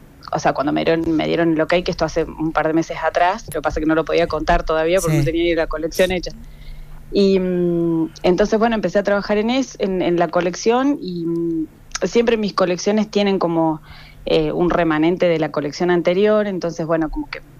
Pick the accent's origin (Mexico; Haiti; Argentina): Argentina; Córdoba; soy la única cordobesa. En teoría soy la única argentina.